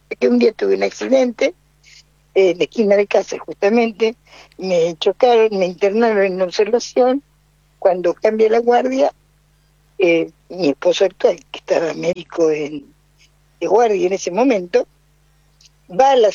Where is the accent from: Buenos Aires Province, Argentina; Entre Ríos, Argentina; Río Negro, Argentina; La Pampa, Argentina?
Buenos Aires Province, Argentina; Chacabuco; A vos te voy a notar, soy de Chacabuco.